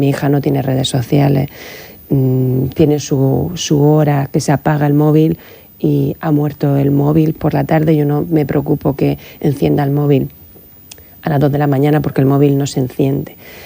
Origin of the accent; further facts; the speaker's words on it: Cartagena, Region of Murcia, Spain; Y dos que somos de Cartagena.